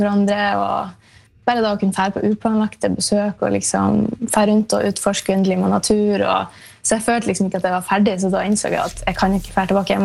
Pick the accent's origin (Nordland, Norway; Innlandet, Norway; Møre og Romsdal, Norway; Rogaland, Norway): Nordland, Norway; Meløy; also born or lived in Mo i Rana; Og så fant jeg ut at det er jo hjemplassen min jeg vil være.